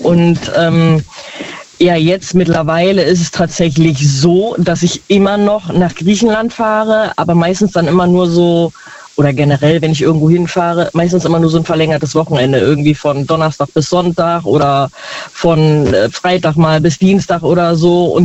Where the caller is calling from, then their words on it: Neunkirchen, North Rhine-Westphalia, Germany; Rhein-Siegkreis. Aus Neunkirchen.